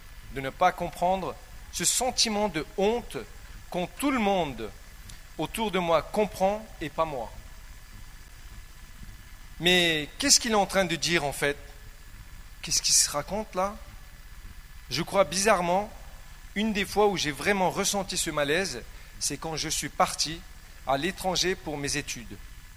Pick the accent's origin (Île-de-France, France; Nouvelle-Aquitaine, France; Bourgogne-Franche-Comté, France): Île-de-France, France; Versailles; also born or lived in Algiers; now in Paris, France; J'ai 31 ans, j'habite à Paris. J'ai passé une partie de mon enfance à Alger, puis j'ai grandi à Versailles.